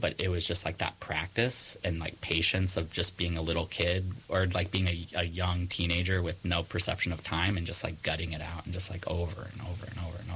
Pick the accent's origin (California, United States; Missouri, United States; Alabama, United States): California, United States; San Diego; now in Santa Barbara, United States; because I'm originally from San Diego.